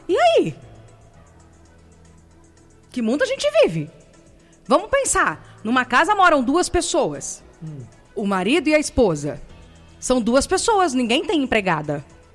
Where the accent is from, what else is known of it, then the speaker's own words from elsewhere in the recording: Limeira, São Paulo, Brazil; born there; na cidade de Limeira, que é a cidade que eu amo, que é a cidade onde eu nasci, é onde eu estou e quero continuar.